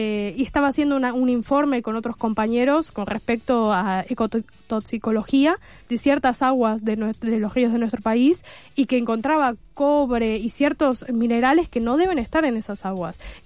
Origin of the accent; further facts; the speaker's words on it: Buenos Aires, Argentina; nosotros no tenemos mucha idea como porteños